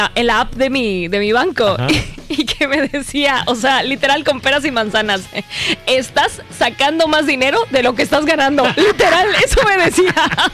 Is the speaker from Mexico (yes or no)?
yes; Mexico; Fracasé como mexicana porque a mí ese tema me da terror